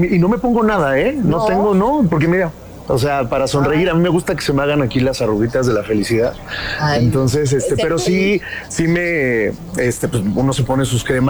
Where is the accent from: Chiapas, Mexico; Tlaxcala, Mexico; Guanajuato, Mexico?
Tlaxcala, Mexico; Huamantla; Pues vengo de Huamantla, o sea, al final, como digo, uno sale del pueblo, pero el pueblo no sale de uno.